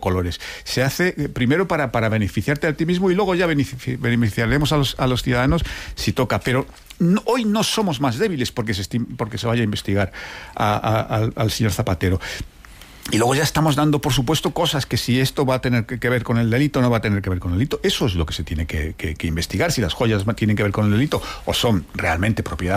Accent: Spain

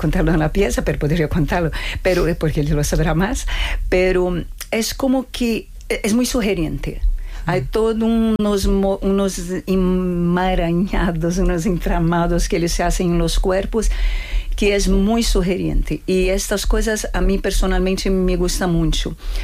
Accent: Brazil; now in Spain; En caso mío, que soy brasileña

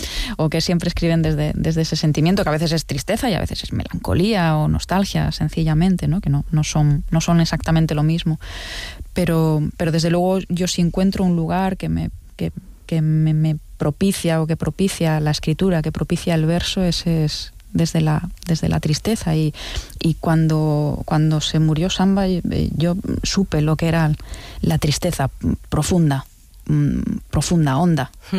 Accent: Tineo, Asturias, Spain; porque soy de Tineo, en el occidente asturiano, y es una zona en la que la sierra, pues para mí la nieve era cosa de diario

